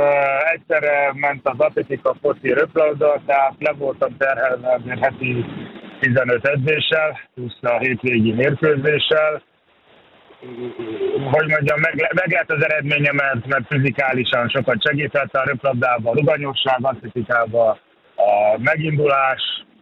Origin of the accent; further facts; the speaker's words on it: Dunaújváros, Fejér, Hungary; also born or lived in Lagos, Nigeria; Lagosban születtem, Dunaújvárosban nőttem fel.